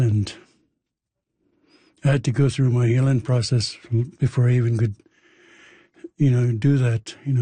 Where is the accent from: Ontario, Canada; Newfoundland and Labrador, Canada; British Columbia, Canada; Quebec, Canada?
British Columbia, Canada; Ahousaht; now in Victoria, Canada; I am from Ahuzit. It's up past Tofino, 12 miles past Tofino. I'm still in miles. It's grown considerably. Like, I haven't been home since 68. That's after residential school.